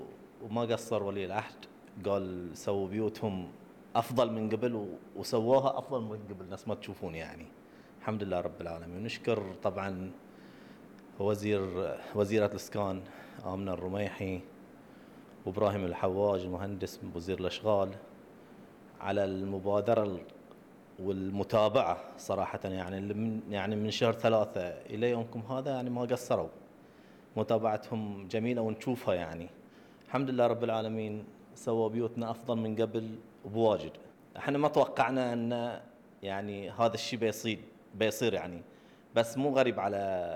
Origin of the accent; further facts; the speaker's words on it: Mahazza, Capital Governorate, Bahrain; احنا من البيوت المتضررة في ديرتنا مهزة.